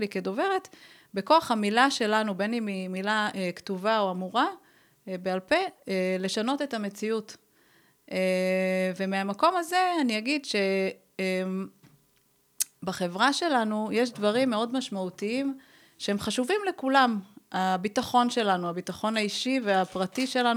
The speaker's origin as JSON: {"language": "Hebrew", "town": "Beersheba", "region": "Southern District", "country": "Israel", "tie": "born or raised there", "said": "ההורים שלי עלו שניהם מאיראן, אני גדלתי בבר שבע, ואני חושבת שהחיים בבר שבע של לפני 41 שנה, הנה חשפתי את גילי פה ברדיו."}